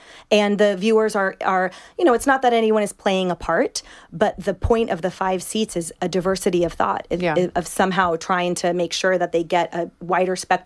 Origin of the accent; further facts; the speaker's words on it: West Coast, United States; Oh, also, and maybe it's from because we're from the West Coast, and in no way am I belittling or generalizing people who aren't, but in my own household that I grew up in our schools and everything, there is a massive politically diverse spectrum.